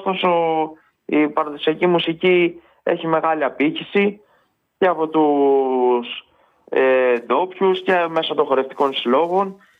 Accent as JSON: {"language": "Greek", "town": "Tripotama", "region": "Western Greece", "country": "Greece", "tie": "born or raised there", "said": "στο χωριό μου συγκεκριμένα, στα Τριμπόταμα Καλαβρίτων"}